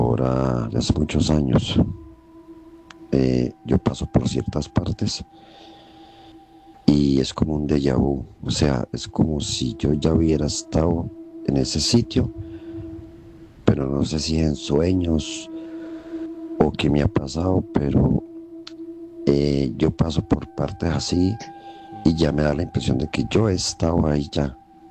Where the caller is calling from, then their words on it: Lanzarote, Canary Islands, Spain; aquí, desde Lanzarote, España.